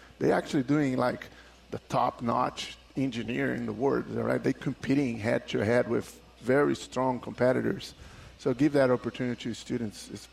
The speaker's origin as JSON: {"language": "English", "country": "Brazil", "second_language": "English", "moved": "yes", "said": "Well, I'm originally from Brazil."}